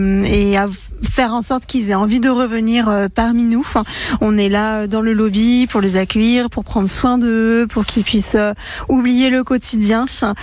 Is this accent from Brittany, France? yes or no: no; Grand Est, France; j'ai décidé de revenir un petit peu dans ma région natale, et il y avait le projet du Royal Champagne qui a ouvert à ce moment-là.